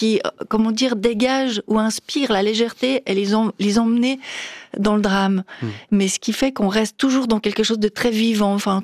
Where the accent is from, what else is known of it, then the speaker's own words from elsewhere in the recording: Lausanne, Vaud, Switzerland; Je pense que c'est parce qu'on est de Lausanne, on vit à Lausanne, on a le lac et cette beauté incroyable qui nous saute à la figure tous les jours